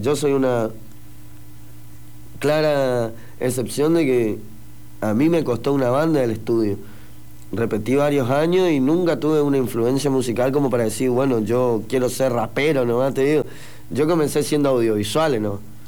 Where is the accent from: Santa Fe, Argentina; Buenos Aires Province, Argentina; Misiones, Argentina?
Misiones, Argentina; Posadas; born there; Nacido acá en Posadas.